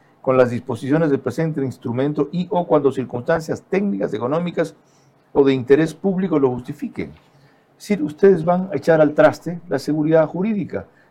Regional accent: Ecuador; Como decimos los motubios en mi tierra.

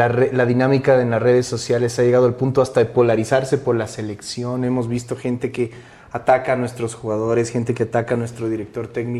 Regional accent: Ecuador

